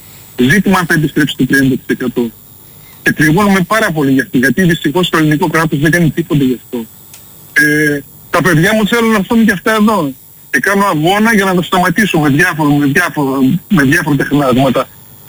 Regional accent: Greece; moved away as an adult; now in Germany; Εγώ είμαι 58 χρονών και έχω το μικρόβιο του Έλληνα επειδή μεγάλωσα στην Ελλάδα και θα ξαναγυρίσω πίσω.

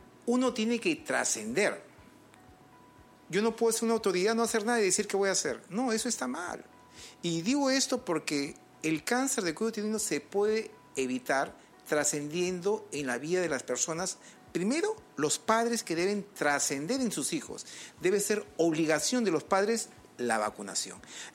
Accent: Peru

